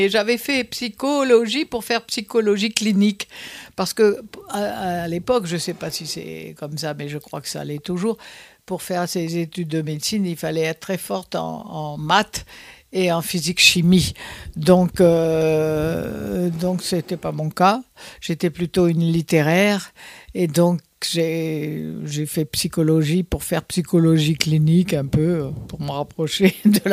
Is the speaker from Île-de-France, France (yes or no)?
no; Pont-Sainte-Maxence, Hauts-de-France, France; also born or lived in Nice; Non, je suis d'origine corse, je suis née dans l'Oise, à Pont-Sainte-Maxence dans l'Oise, où j'ai vécu ma petite enfance jusqu'à l'âge de 8 ans. De 8 ans à 23 ans, j'ai habité Nice, au bord de la mer.